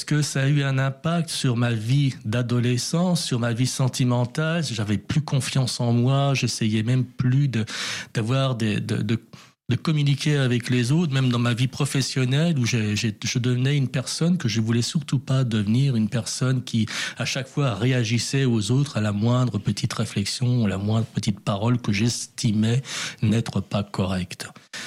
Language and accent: French; France; born there; je suis né en France. Il y a une tradition de l'alcool en France.